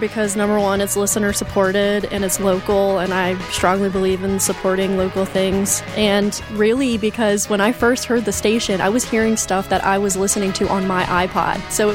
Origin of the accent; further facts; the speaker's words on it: Richmond, Virginia, United States; and I'm from Richmond, Virginia.